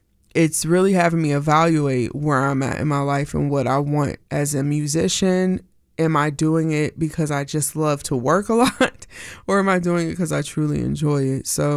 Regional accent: United States; growing up in America as a black girl and as an indigenous young girl

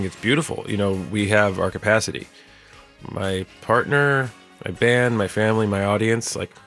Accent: New Jersey, United States; We got married in the beach town that I grew up in Jersey

